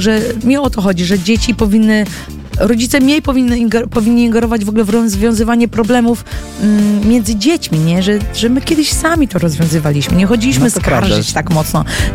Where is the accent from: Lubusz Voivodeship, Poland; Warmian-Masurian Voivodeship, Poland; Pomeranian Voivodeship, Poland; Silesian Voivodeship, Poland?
Warmian-Masurian Voivodeship, Poland; Olsztyn; wychowywałam się na olsztyńskim osiedlu dużym, gdzie była chmara dzieciaków